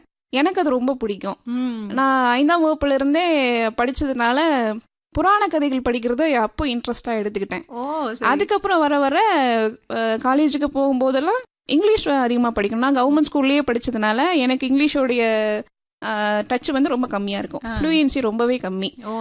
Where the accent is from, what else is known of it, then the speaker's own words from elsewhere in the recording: Dindigul district, Tamil Nadu, India; moved away as an adult; also born or lived in Palani, Tamil Nadu; now in Coimbatore, India; நான் என்னோட சொந்த ஊரே திண்டுக்கல் மாவட்டம், ஒட்டந்தத்துறை மட்டம், ரெட்டியபட்டி கிராமம்.